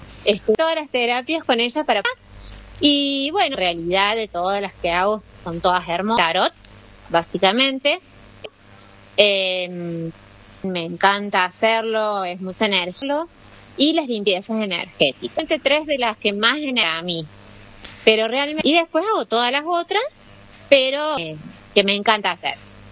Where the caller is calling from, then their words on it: Córdoba, Argentina; vivo en Córdoba